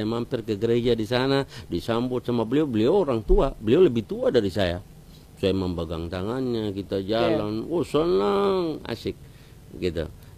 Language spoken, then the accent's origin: Indonesian; Ambon, Maluku, Indonesia; accent: Ambonese; also born or lived in Yemen; beta ini orang Ambon, ketung hidup di Ambon.